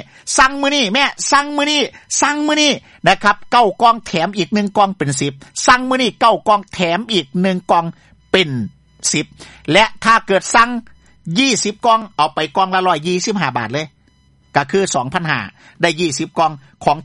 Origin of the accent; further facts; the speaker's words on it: Isan, Thailand; accent: Isan; also born or lived in Southern Thailand; เราเนี่ยพูดภาษาอีสาน